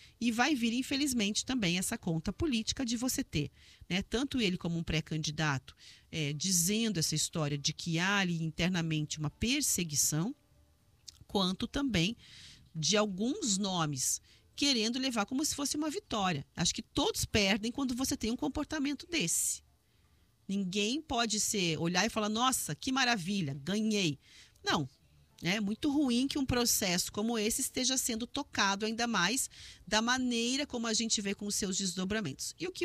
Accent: Paraná, Brazil; nós aqui, enquanto paranaenses, né, que pagamos impostos

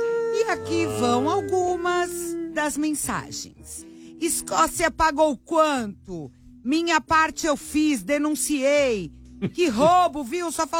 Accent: Minas Gerais, Brazil; Se vier pro meu país, Minas Gerais, não ofereço nem água.

